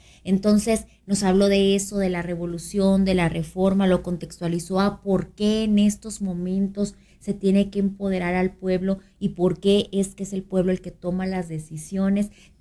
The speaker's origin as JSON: {"language": "Spanish", "town": "Ciudad Juárez", "region": "Chihuahua", "country": "Mexico", "said": "al final de cuentas todos nos podemos decir, somos chihuahuenses, pero nada más nosotros nos decimos Juaritos a nosotros mismos."}